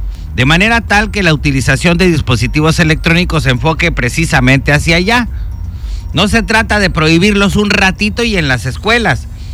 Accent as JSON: {"language": "Spanish", "country": "Mexico", "said": "cómo somos los mexicanos y mexicanas."}